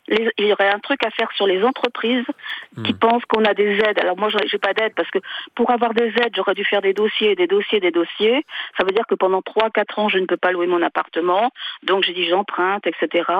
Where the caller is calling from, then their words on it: Paris, Île-de-France, France; Je vous appelle de Paris 19e.